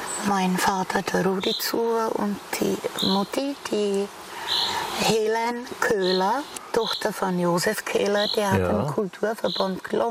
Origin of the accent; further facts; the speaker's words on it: Aš, Karlovy Vary Region, Czechia; So bin ich in Asch geboren.